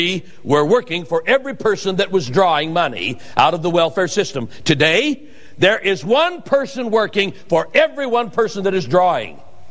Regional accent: Boise, Idaho, United States; my hometown, Boise, Idaho

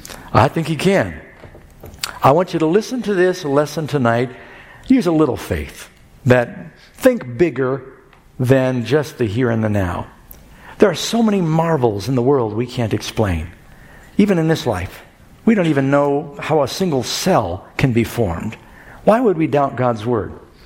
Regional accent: New York City, New York, United States; also born or lived in Los Angeles / Miami; I was born in Los Angeles, millions of people down there. I don't know how many now. And Mom moved to New York, grew up in New York City, another big city. Dad moved to Miami.

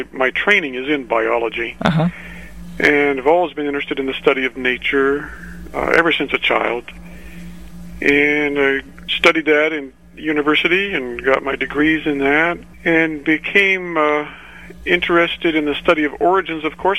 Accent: California, United States; So when you ask, where did you grow up? Well, mainly in California somewhere, but not necessarily in any one place.

